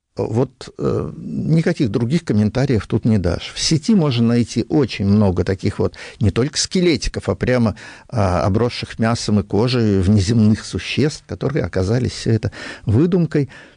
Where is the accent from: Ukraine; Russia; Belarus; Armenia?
Russia; Southern Urals; мы же с Южного Урала оба